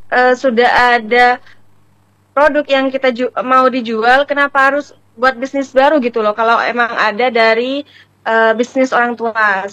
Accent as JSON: {"language": "Indonesian", "region": "East Java", "country": "Indonesia", "said": "Perenduan"}